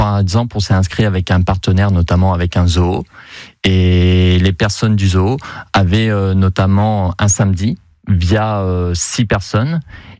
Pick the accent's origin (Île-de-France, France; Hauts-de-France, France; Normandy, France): Normandy, France; je suis originaire de Normandie